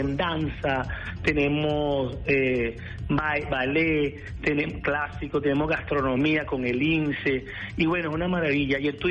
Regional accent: Caracas, Capital District, Venezuela; Carlos, de verdad, como caraqueño te lo digo, el trabajador de la alcaldía de Caracas

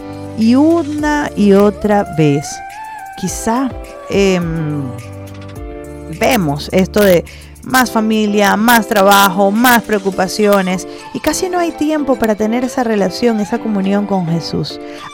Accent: Venezuela; en este proceso que como venezolanos estamos pasando

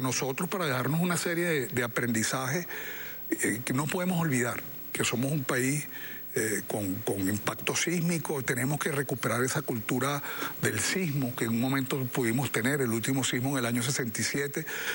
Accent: Venezuela; pudimos nosotros como venezolanos pensar como que Venezuela estaba sola

